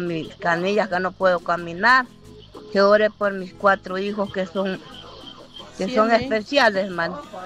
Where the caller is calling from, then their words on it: Coatepeque, Santa Ana, El Salvador; de los Planes del Lago